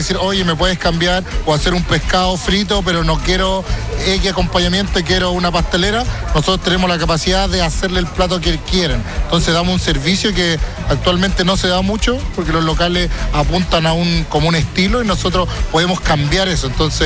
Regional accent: Santiago, Santiago Metropolitan Region, Chile; now in Curicó, Chile; Yo soy de Santiago, llevo 10 años viviendo aquí en Curicó, no está.

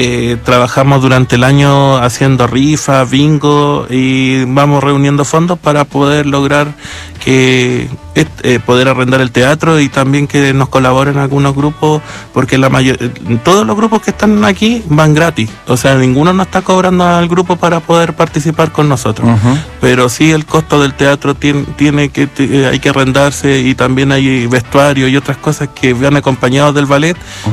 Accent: Los Ángeles, Biobío, Chile

